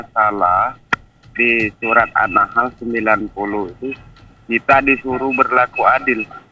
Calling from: South Sumatra, Indonesia; di Banyuasin.

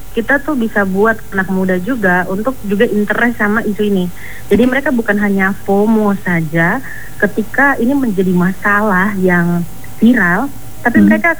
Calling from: Jayapura, Papua, Indonesia; di Kota Raja Dalam.

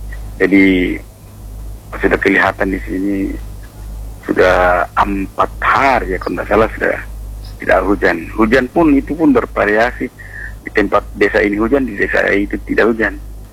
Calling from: Pinrang, South Sulawesi, Indonesia; Masih di sini nih, di Lembang Pinrang, Sulawesi Selatan.

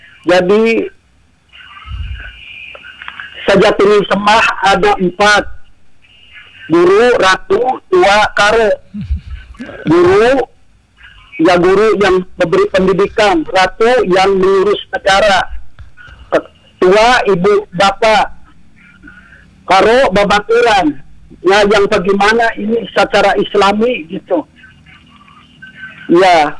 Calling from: Subang, West Java, Indonesia; Sama saya dari Subang.

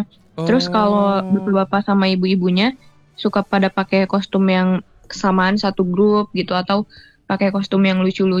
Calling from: Cimahi, West Java, Indonesia; Saya dari kota Cimahi

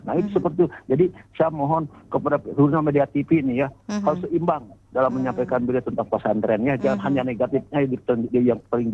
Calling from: Bandung, West Java, Indonesia; Ya, saya dari Bandung Timur ya.

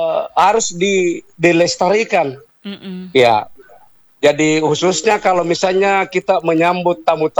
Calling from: Makassar, South Sulawesi, Indonesia; termasuk juga sebagai warga Makassar

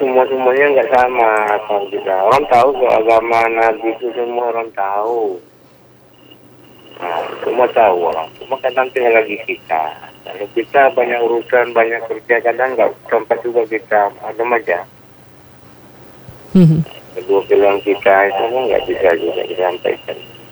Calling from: Kampar, Riau, Indonesia; Di Kampar.

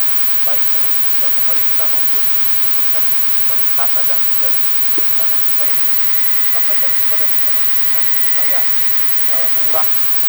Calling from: Palolo, Sigi, Central Sulawesi, Indonesia; saya mencintai akan daerah saya di Fiji, karena saya orang Fiji, orang Palolo saya.

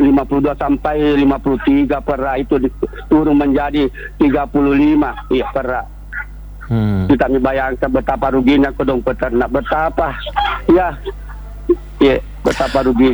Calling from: South Sulawesi, Indonesia; Mentan itu kan orang kita-kita juga, orang Sulawesi Selatan

